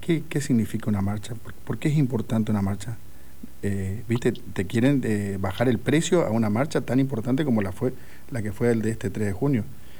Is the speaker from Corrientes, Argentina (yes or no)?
yes; Corrientes, Argentina; Aclaro que me crié en Corrientes, una cultura bastante machista, que inclusive se jactan de ser así, y que inclusive las mujeres son hasta machistas, te diría.